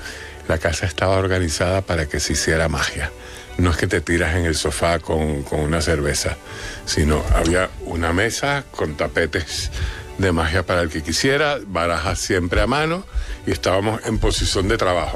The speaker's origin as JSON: {"language": "Spanish", "country": "Venezuela", "also_born_or_lived": "England / Switzerland", "moved": "yes", "lives_now": "Spain", "said": "yo soy venezolano y viví en Inglaterra y después en Suiza"}